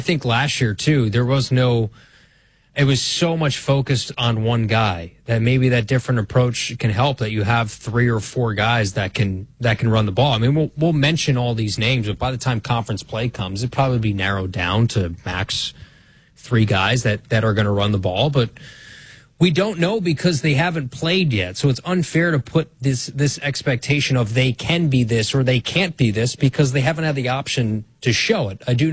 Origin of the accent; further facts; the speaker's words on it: New Jersey, United States; I mean, I'm from New Jersey.